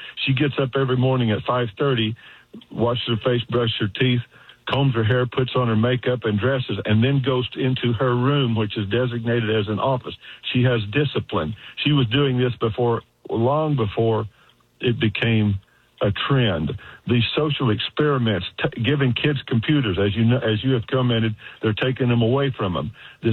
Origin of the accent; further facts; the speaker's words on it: Bartlesville, Oklahoma, United States; in Bartlesville, which is my hometown, best damn town in the country.